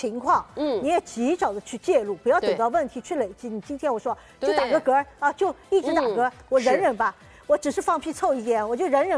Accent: China; 因为胃是我们中国人吃饭的一个现在共餐制的一个特点

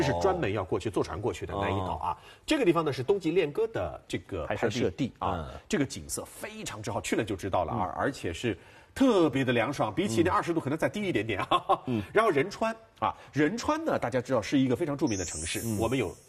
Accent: Shanghai, China; 我们上海人以前住的是石库门的房子，

